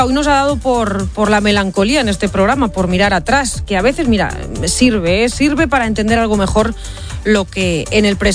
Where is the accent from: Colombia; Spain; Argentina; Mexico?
Spain; con el que no atravesamos como españoles, como España, precisamente nuestro mejor momento en las relaciones